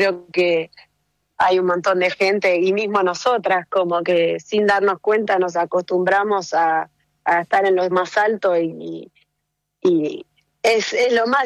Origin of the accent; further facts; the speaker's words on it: Argentina; en Argentina tenemos un semillero de increíbles jugadoras